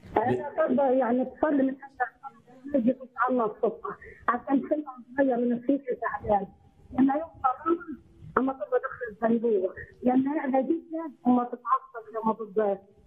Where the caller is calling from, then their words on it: Minya, Minya Governorate, Egypt; من المنيا.